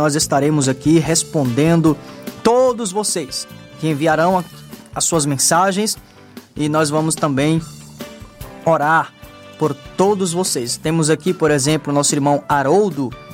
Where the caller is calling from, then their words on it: Taboão da Serra, São Paulo, Brazil; e sou aqui de Taboão da Serra, São Paulo.